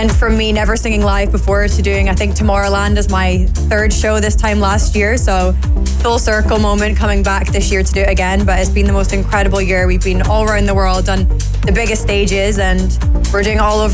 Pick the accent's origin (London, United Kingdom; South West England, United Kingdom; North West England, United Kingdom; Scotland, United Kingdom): London, United Kingdom; Yeah, we did a show in London, my hometown.